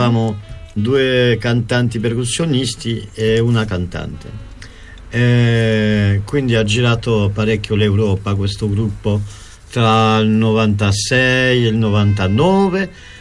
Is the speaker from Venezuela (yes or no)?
no; Marseille, Provence-Alpes-Côte d'Azur, France; accent: Marseillais; nel mio dialetto, in marsigliese